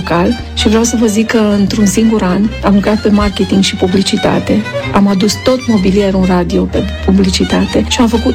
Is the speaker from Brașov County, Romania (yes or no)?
no; Turda, Cluj County, Romania; Am vrut să fie așa emblematic, să știe toată lumea că eu vin de la Turda.